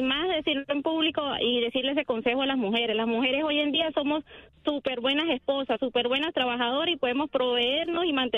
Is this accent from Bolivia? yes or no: no; Venezuela; Soy de Venezuela.